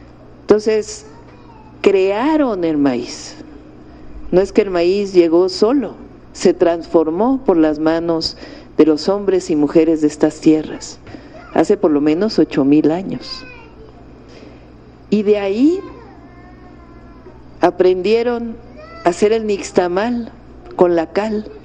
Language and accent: Spanish; Mexico; Todas y todos somos mexicanos.